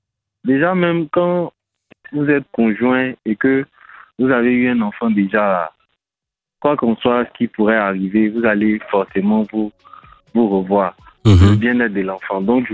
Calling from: Port-Bouët, Abidjan, Côte d’Ivoire; je vous appelle de Port-Boué, Gonzac.

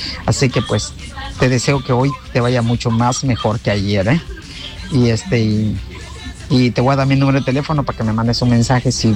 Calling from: Petcacab, Quintana Roo, Mexico; desde mi pueblito de Petcacap, acá en mi tiendita, Abarrotes, El Talador.

